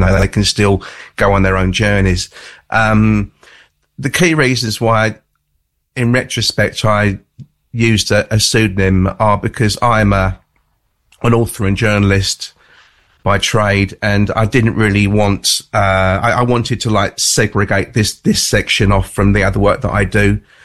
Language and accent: English; England, United Kingdom; That made me feel really at home as an Englishman.